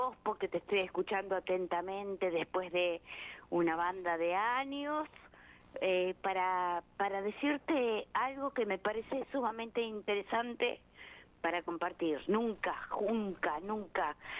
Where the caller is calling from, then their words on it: Bahía Blanca, Buenos Aires Province, Argentina; de Bahía Blanca.